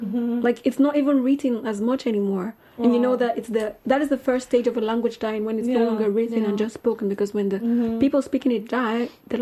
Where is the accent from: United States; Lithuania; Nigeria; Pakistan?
Nigeria; English is a second language; When I meet people and I say I'm from Nigeria, they're like, oh, jollof rice, right?